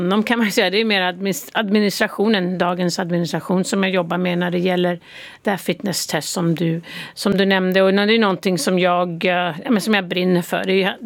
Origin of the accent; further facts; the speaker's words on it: Sweden; now in United States; Ja, jag är fortfarande svensk medborgare. Det måste jag tala om. Barnen är ju svensk medborgare också, så jag försöker hålla den kontakten.